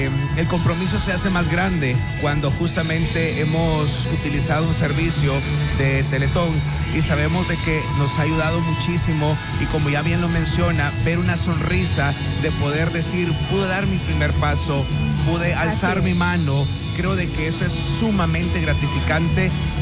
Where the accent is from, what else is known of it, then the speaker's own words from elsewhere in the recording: El Salvador; hay que unirnos como salvadoreños